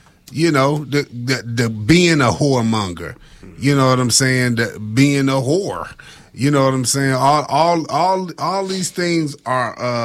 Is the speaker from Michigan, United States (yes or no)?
yes; Detroit, Michigan, United States; moved away; I'm from Detroit. And every now and then I go back.